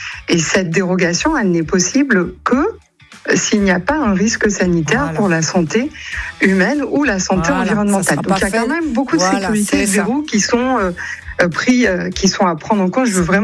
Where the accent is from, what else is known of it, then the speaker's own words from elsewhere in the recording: France; certaines exportations qui sont des exportations produites dans des conditions moins bonnes que chez nous en France.